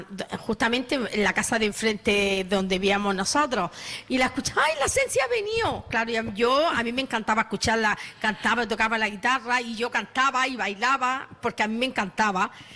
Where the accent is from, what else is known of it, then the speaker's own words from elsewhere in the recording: Almería, Andalusia, Spain; yo estoy muy orgullosa de haber nacido, yo me he criado, he vivido mi adolescencia aquí, me he echado mi novio, me he casado, me he divorciado, he tenido una hija, me he vuelto a casa y sigo aquí en el barrio.